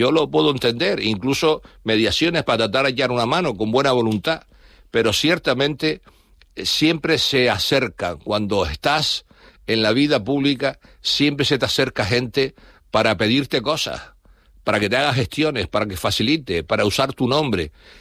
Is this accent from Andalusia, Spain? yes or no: no; Canary Islands, Spain; pues francamente me duele como canario.